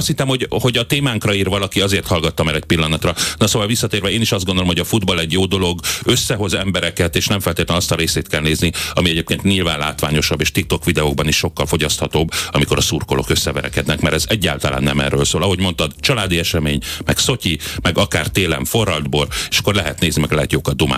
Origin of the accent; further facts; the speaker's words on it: Budapest, Hungary; én Cseperről jövök